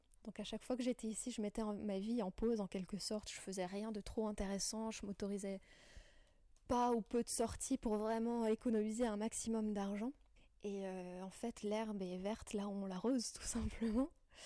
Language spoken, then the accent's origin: French; France; born or raised there; moved away as an adult; also born or lived in Germany